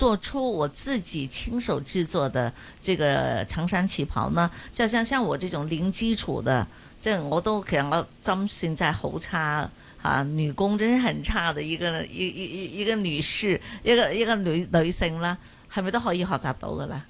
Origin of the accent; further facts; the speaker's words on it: Hong Kong; 其实中药我们香港人有陌生的，你看我们的凉茶铺， 到处都是。